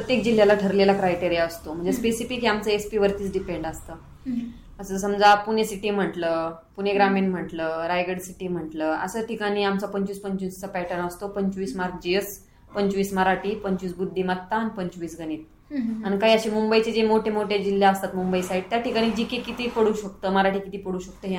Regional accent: Maharashtra, India; बुरडगाव माझं गाव आहे, मला रोजचं 4 ते 5 किलोमीटर यावं लागायचं.

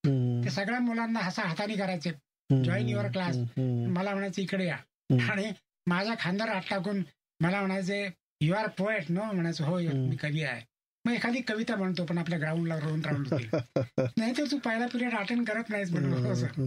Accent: Sonai, Maharashtra, India; also born or lived in Nevasa; माझं बालपणी सोनईत गेलं

